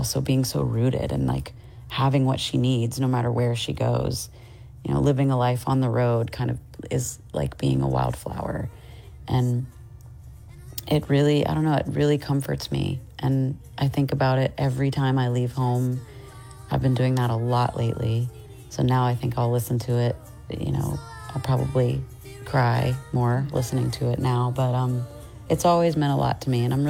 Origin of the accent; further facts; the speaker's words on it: Meridian, Mississippi, United States; born or raised there